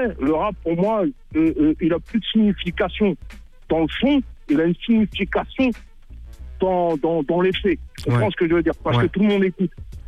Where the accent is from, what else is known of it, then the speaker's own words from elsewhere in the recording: Senegal; moi, chez moi, au Sénégal